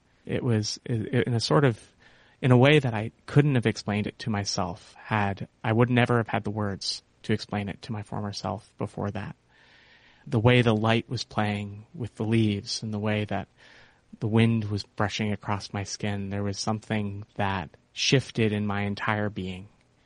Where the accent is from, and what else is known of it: California, United States; born or raised there